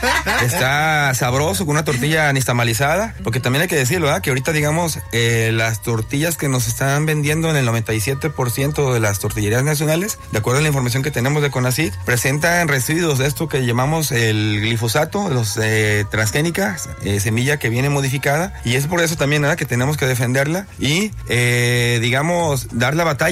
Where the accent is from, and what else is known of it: Mexico